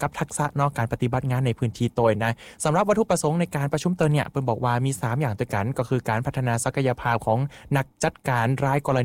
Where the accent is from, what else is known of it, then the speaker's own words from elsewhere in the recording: Isan, Thailand; ผมคนอีสานก็ถ้าจะเหมือนกันเนาะ